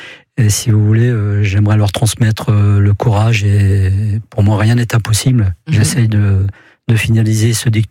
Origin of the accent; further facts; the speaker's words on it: Malzéville, Grand Est, France; born there; Je suis né en Lorraine, je suis né à Malzéville, je décéderai à Malzéville